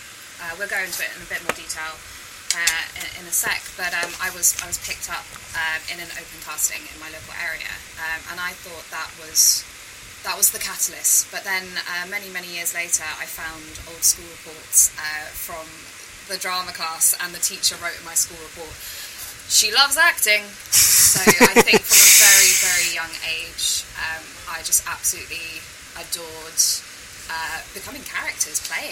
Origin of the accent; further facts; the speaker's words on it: South West England, United Kingdom; I grew up in the Cotswolds